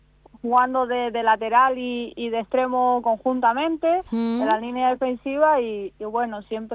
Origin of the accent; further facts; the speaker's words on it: Spain; Yo soy de Lordava